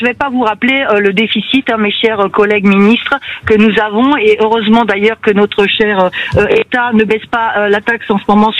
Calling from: Béziers, Occitanie, France; chez nous à Béziers

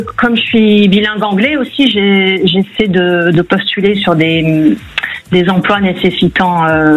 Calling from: Bordeaux, Nouvelle-Aquitaine, France; De Bordeaux

